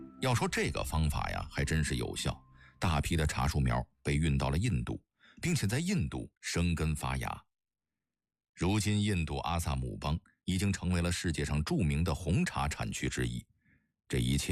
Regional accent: China; 对我们中国人而言

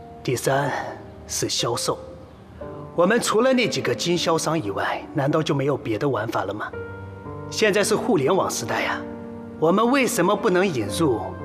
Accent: Fujian, China; ，我来自福建。

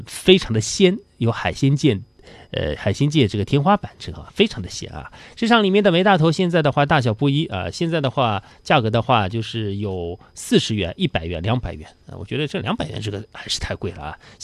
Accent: Pinghu, Zhejiang, China; 咱们平湖人

